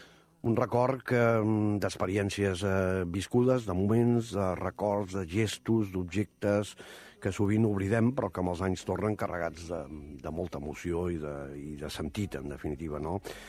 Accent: Santander, Cantabria, Spain; also born or lived in Vic; Jo vaig néixer a Vic l'any 56, i quan tenia 4 anyets ens vam traslladar doncs a viure amb la família Santander.

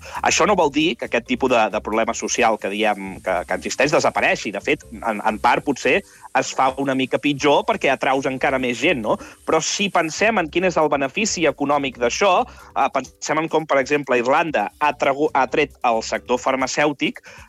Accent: Barcelona, Catalonia, Spain; now in London, United Kingdom; a la gent que som doncs, de Barcelona sí.

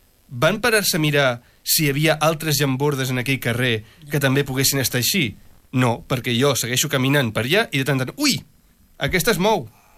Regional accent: Rubí, Catalonia, Spain; però jo he viscut aquí tota la meva vida i això no és cert

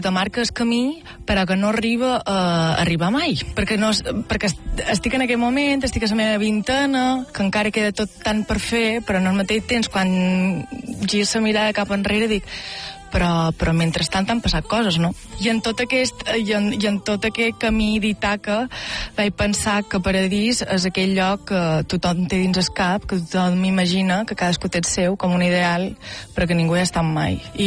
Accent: Valldemossa, Balearic Islands, Spain; Sí, som de Vall de Mossa, oh, Vall de Mossa, no sé què, no sé quantes.

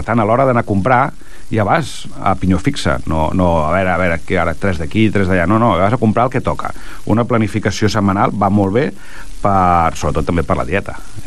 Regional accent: Vilassar de Mar, Catalonia, Spain; Jo que soc de Vilassar de Mar, hi ha com 5 o 6 establiments de Vilassar

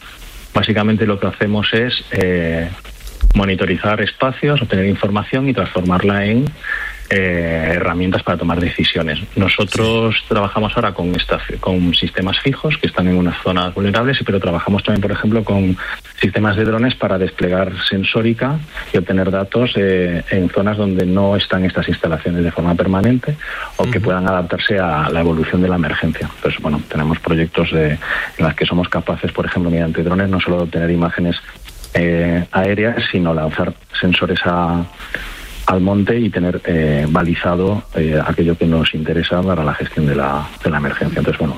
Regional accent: Valencia, Valencian Community, Spain; Bueno, nosotros somos de Valencia

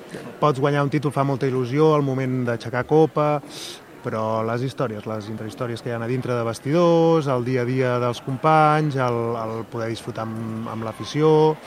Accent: Caldes de Montbui, Catalonia, Spain; hem coincidit tres persones de Caldes de tota la vida que ens estimem al poble

